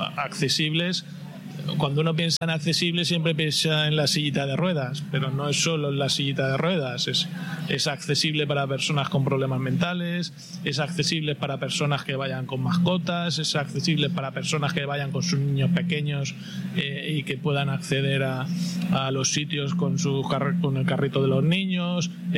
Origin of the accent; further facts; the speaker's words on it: Valencia, Valencian Community, Spain; born there; la ciudad, que me encanta porque nací en ella. Muy bueno. Y la amo con todas mis fuerzas, ¿no? Soy valenciano, valencianista, fallero, o sea, lo llevo todo en el pack.